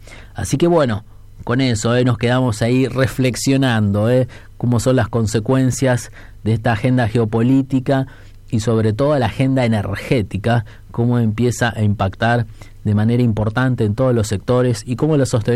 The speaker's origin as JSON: {"language": "Spanish", "country": "Argentina", "said": "nos sentimos, digamos, como argentinos también muy identificados"}